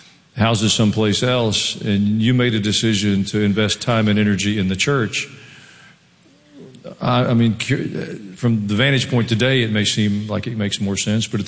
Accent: Kansas City, United States; born there; I was born in Kansas City when you and Mom were first married.

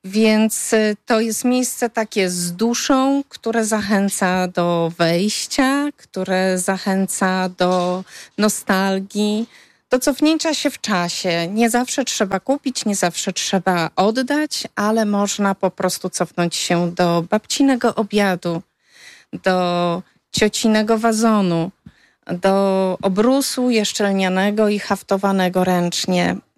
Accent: Warsaw, Masovian Voivodeship, Poland; pochodzę z Warszawy.

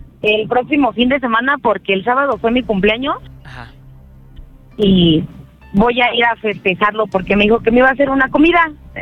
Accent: Morelia, Michoacán, Mexico; now in Mexico City, Mexico; No, ahorita vivo, radico en la Ciudad de México, pero soy de Michoacán, de Morelia.

